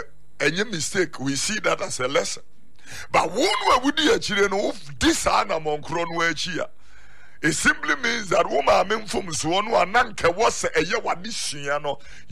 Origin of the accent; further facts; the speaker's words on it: Accra, Greater Accra, Ghana; I'm a abuame. I was born in Accra, so I see myself more as a girl than a kwewu person.